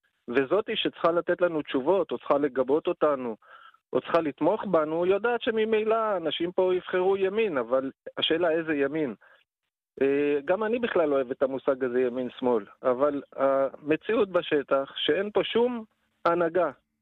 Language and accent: Hebrew; Jerusalem, Jerusalem District, Israel; moved away as an adult; also born or lived in Tel Aviv; now in Northern Israel; חודש לפני מלחמת לבנון השנייה עברתי לצפון מתל אביב. אני ירושלמי במקור, ואני הגעתי הנה ב-2005, תחילת 2006